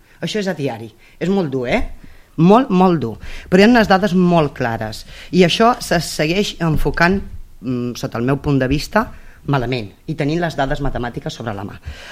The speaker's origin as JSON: {"language": "Catalan", "area": "Caldes", "region": "Catalonia", "country": "Spain", "said": "Jo sóc de Caldes i el meu poble és Caldes."}